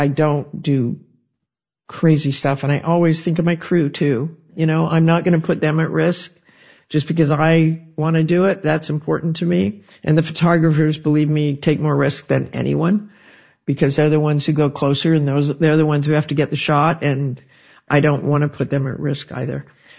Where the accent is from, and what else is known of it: Salt Lake City, Utah, United States; born or raised there; also born or lived in Boston, United States